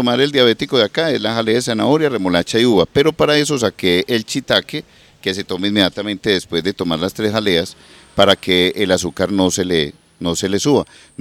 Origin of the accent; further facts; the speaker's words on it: Antioquia, Colombia; born there; aquí vivían en Prado Centro. Que yo nací en Prado Centro.